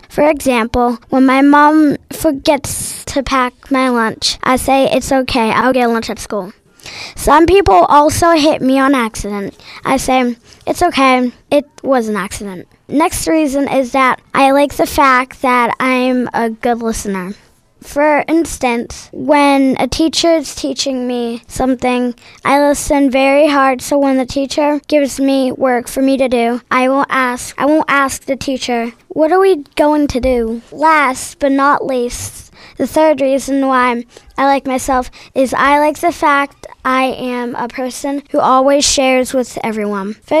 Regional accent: Pittsburgh, Pennsylvania, United States; I'm from Pittsburgh, Allegheny, K through 5.

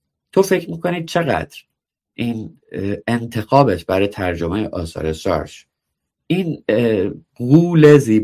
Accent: Iran; moved away; من واقعا خوشحالم برای کسایی که چون من 20 سال پیش از ایران اومدم بیرون، کسانی که بعد از من آمدن و تجربیات زنده تری دارند از داخل ایران.

